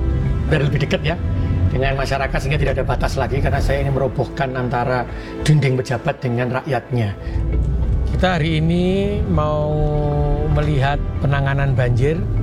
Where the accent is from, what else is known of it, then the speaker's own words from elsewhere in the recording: Surabaya, East Java, Indonesia; Jadi saya dilahirkan di kota Surabaya. Itu adalah rumah saya, rumah masa kecil saya.